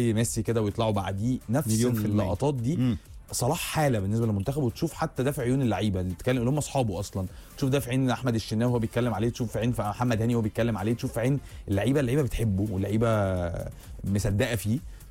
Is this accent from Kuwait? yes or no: no; Egypt; احنا كمصريين